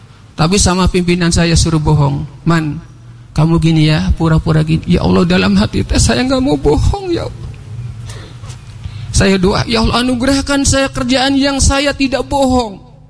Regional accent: Indramayu, West Java, Indonesia; moved away; Walaupun saya orang Indramayu, dapat beasiswa orang Bandung gitu ya

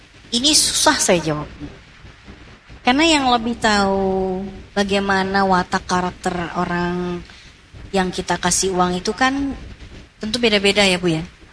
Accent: Java, Indonesia; also born or lived in Jakarta; misalnya saya nih, saya sebetulnya orang Jawa, tapi lama di Betawi.

